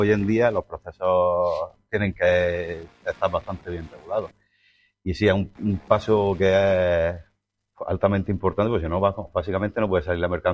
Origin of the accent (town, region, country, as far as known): China